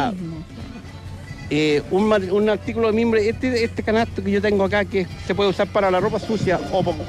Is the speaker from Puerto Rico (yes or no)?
no; San Bernardo, Santiago Metropolitan Region, Chile; Yo soy de San Bernardo.